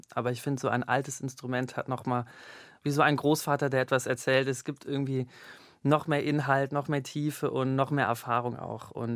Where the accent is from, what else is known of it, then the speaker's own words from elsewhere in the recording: Singapore; Genau, ich bin in Singapur aufgewachsen, habe da auch 6 Jahre gelebt und die Zeit in der Grundschule, die Grundschule war im Dschungel eigentlich gelegen.